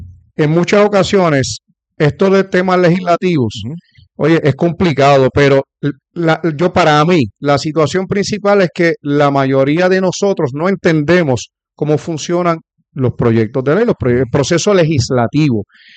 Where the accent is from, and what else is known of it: Puerto Rico